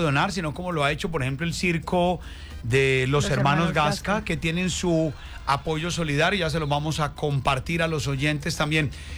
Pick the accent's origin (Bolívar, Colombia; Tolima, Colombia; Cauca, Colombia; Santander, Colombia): Santander, Colombia; y que yo siento de pronto como santandereano que como a mí no me tocó